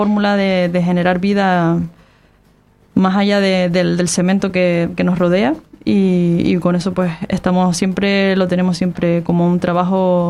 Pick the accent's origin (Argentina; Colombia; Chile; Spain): Spain; Canary Islands; somos los canarios